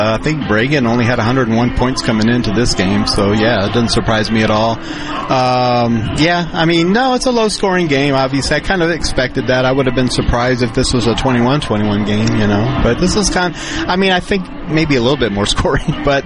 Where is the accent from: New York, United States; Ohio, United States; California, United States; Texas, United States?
Texas, United States; I'm from the Rio Grande Valley. It reminds me a lot of home